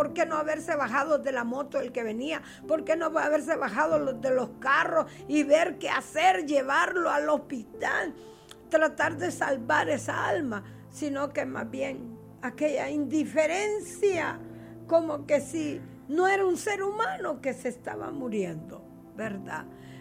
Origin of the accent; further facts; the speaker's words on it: Honduras; por nuestra condición como hondureños, como nación, como país.